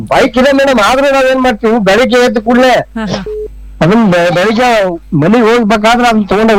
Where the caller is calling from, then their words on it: Bijapur district, Karnataka, India; ನಮ್ ಬಿಜಾಪುರ ಜಿಲ್ಲೆ